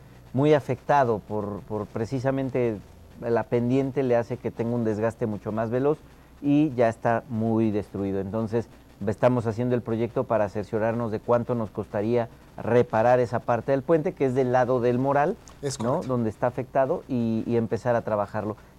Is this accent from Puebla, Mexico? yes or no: yes; San Martín Texmelucan, Puebla, Mexico; tenemos mucho que festejar como mexicanos y como texmeluquenses.